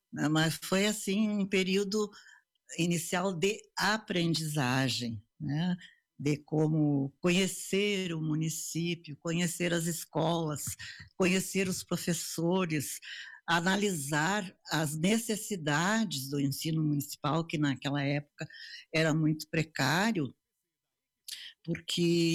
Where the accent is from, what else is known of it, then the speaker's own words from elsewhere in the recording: Soledade, Rio Grande do Sul, Brazil; also born or lived in Fontoura Xavier; Sou, mas eu nasci em Fontoura Xavier. A época em que Fontoura era um distrito de Soledade.